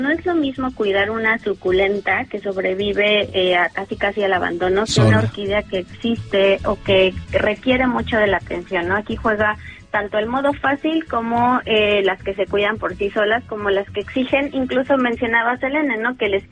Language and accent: Spanish; Mexico; ¿Cómo nos relacionamos los mexicanos con las plantas?